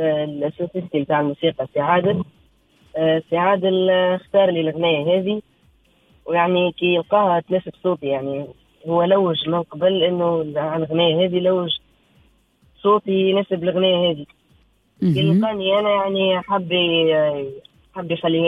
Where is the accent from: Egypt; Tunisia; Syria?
Tunisia